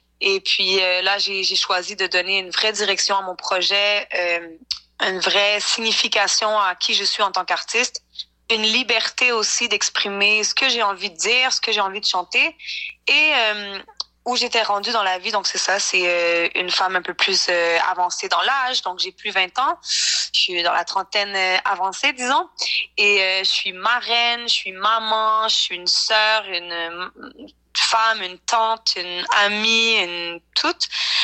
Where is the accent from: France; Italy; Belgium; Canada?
Canada; Montreal, Quebec; Mes 2 parents sont québécois, mais j'ai grandi à Montréal, donc je me considère 100% montréalaise.